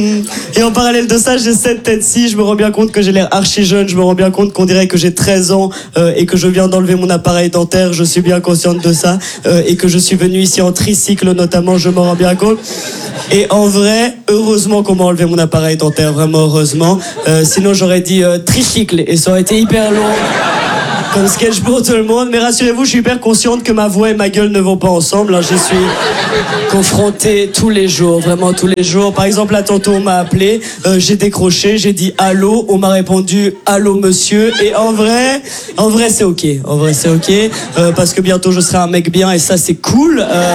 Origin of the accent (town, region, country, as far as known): Brussels, Brussels-Capital Region, Belgium; accent: Brussels